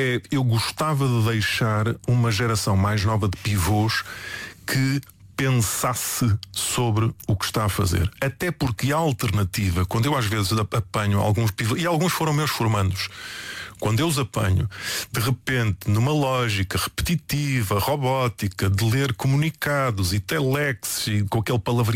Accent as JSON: {"language": "Portuguese", "town": "Porto", "region": "Norte", "country": "Portugal", "moved": "yes", "lives_now": "Lisbon, Portugal", "said": "Passei a minha vida toda a ser identificado em Lisboa como alguém que nota-se perfeitamente que és do Porto."}